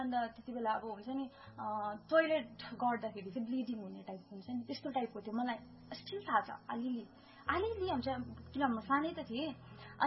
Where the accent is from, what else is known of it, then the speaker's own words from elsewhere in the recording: Ravangla, Sikkim, India; born there; मेरो I was born on 18 September 2000 सालमा राबोङला हस्पिटलमा म जन्मेको.